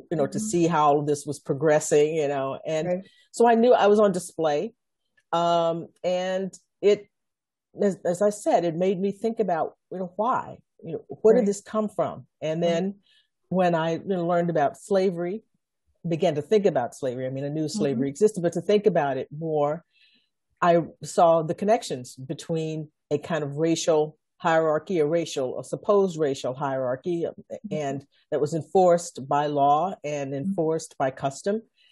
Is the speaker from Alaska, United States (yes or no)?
no; Texas, United States; I think it was the situation of growing up in a place that was still, you know, engaging in segregation.